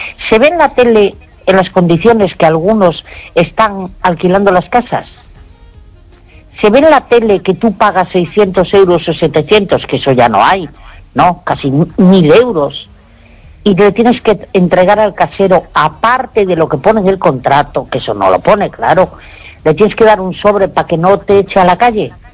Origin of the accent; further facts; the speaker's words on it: Spain; yo jamás he ido con una bandera a la calle porque yo soy española.